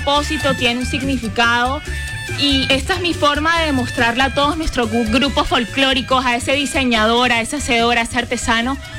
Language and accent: Spanish; Barranquilla, Atlántico, Colombia; yo tengo una mezcla de raíces. Yo soy barranquillera, pero mi mamá es de Mompós